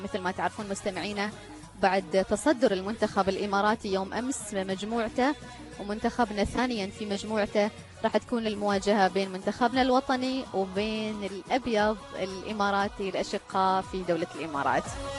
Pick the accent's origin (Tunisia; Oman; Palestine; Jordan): Oman; بالنسبة لنا كعمانيين